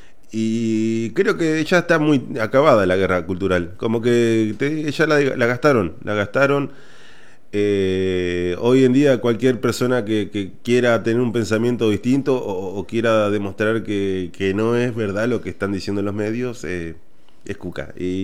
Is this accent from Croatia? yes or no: no; Entre Ríos, Argentina; yo soy de Entre Ríos